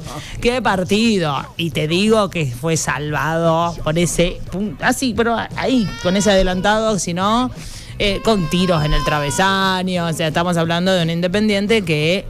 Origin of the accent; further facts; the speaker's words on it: Río Cuarto, Córdoba, Argentina; Yo soy de River, pero soy de Atenas, del otro club de Río Cuarto, claro. De la contra. Pero al ser del lugar y estar en Río Cuarto es también.